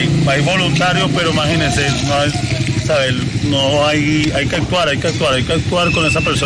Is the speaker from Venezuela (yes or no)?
yes; Venezuela; porque humanamente como venezolanos estamos para eso, para apoyarnos.